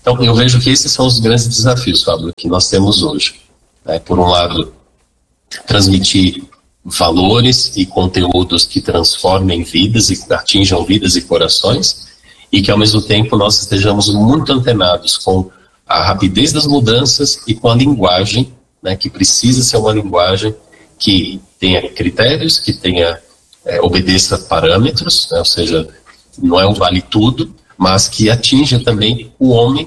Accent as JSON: {"language": "Portuguese", "region": "São Paulo", "country": "Brazil", "tie": "born or raised there", "said": "eu sou natural de São Paulo, capital, e cresci com minha mãe ouvindo os cassetes"}